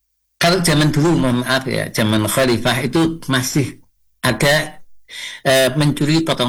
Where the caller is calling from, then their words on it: Temon, Special Region of Yogyakarta, Indonesia; Dekat saya dari Temon, ngelak jangkara Temon Kulon Progo.